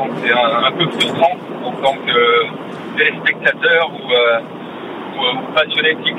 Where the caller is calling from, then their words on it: Vichy, Auvergne-Rhône-Alpes, France; Je vous appelle de Vichy, dans l'Allier.